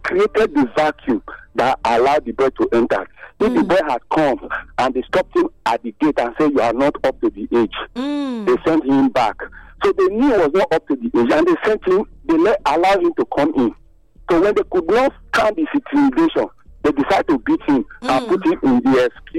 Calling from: Nigeria; I'm reaching you from Wigida.

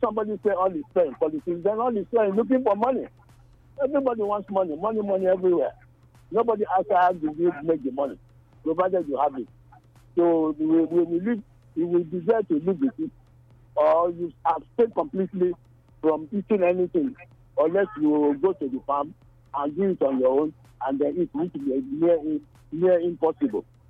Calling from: Benin City, Edo, Nigeria; I'm calling from Mission Road Market.

